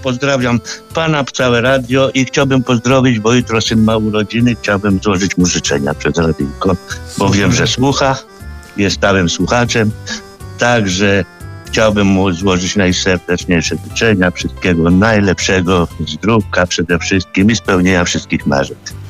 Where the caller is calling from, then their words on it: Ciechanów, Masovian Voivodeship, Poland; Ciechanowica … Ciechanowa.